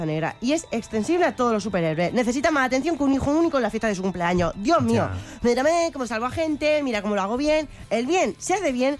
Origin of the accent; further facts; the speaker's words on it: Region of Murcia, Spain; Claro, pues, bueno, es que en verdad no había visto ese superpoder porque como murciana...